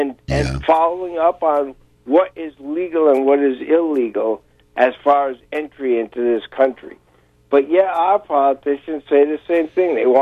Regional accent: Danielson, Connecticut, United States; I have a very close friend that I grew up with here in Danielson

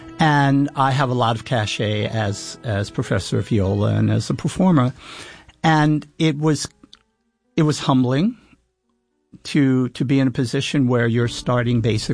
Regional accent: New York City, New York, United States; now in Rochester, United States; And I'm from the South Bronx in New York City, and I come from poverty. I'm from the Fort Apache area in the Bronx, and was lucky to be able to leave there.

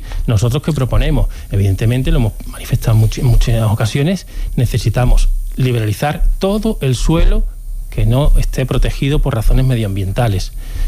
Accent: San Fernando, Andalusia, Spain; born there; now in Seville, Spain; No, nací en San Fernando.

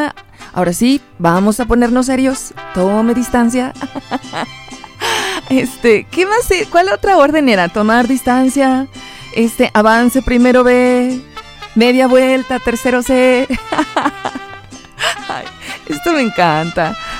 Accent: Pénjamo, Guanajuato, Mexico; now in Tlajomulco, Mexico; desde Tlajomulco, pero soy de Pénjamo, Guanajuato.

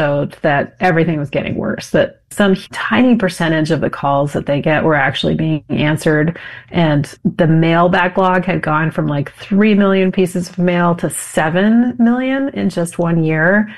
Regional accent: Ogden, Utah, United States; I'm from Ogden, Utah, and the IRS has a giant service center in Ogden.

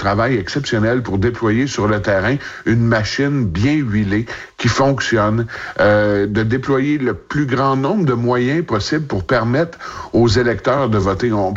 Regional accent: Quebec, Canada; chez nous au Québec

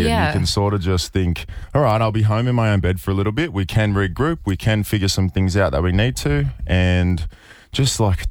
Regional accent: Australia; As an Australian person, of course I know what it means, yes.

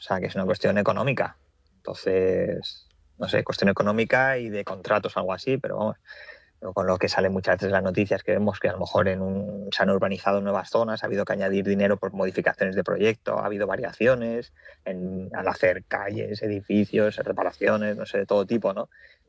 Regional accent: Alicante, Valencian Community, Spain; Por lo menos para mí, claro, como alicantino

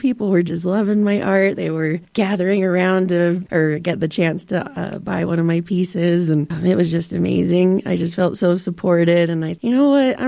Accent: Salt Lake City, Utah, United States; now in Park City, United States; My family is originally from Shiprock, New Mexico. But I grew up in Utah, in Salt Lake, and then moved to Park City 3 years ago.

